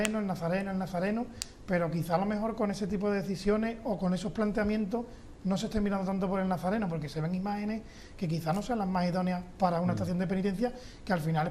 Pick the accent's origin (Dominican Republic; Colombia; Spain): Spain; Seville, Andalusia; mi origen natural es de Sevilla, de donde somos toda la familia